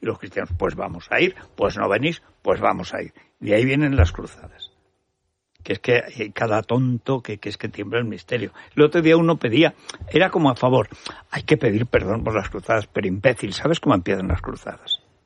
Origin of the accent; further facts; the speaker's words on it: Spain; No, señor, somos ciudadanos españoles.